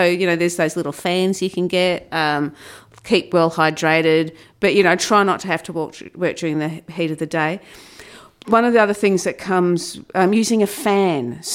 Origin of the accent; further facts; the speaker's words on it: Broken Hill, New South Wales, Australia; you know, I grew up in Broken Hill. We're kind of bred tough up there when it comes to heat.